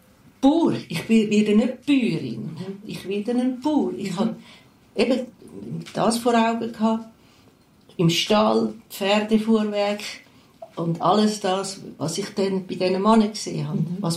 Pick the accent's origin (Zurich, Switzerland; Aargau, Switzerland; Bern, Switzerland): Zurich, Switzerland; Ich bin im Pfarrhaus aufgewachsen, auf dem Land, bei Winterthur.